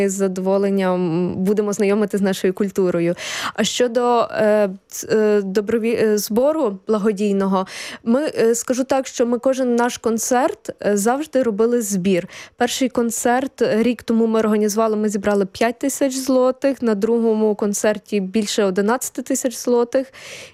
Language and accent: Ukrainian; Ternopil Oblast, Ukraine; born or raised there; also born or lived in Kyiv